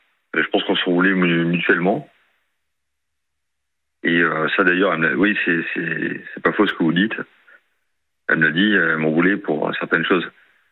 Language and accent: French; Pau, Nouvelle-Aquitaine, France; Sachant que moi je suis de Pau